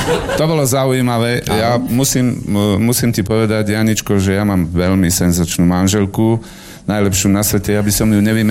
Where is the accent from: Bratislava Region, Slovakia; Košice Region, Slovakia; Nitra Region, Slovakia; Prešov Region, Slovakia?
Nitra Region, Slovakia; Malé Topoľčianky; born there; now in Banská Bystrica, Slovakia; Narodil som sa v malých Topolčiankách.